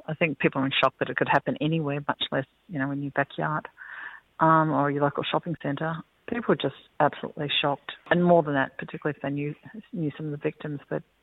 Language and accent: English; Sydney, New South Wales, Australia; I grew up in Stratfield.